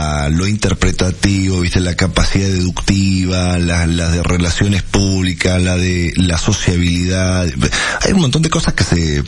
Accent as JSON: {"language": "Spanish", "country": "Argentina"}